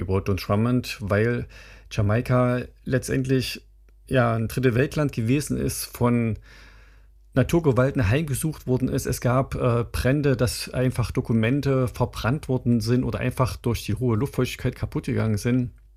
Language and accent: German; Jena, Thuringia, Germany; in meiner Heimatstadt Jena, in der ich geboren bin.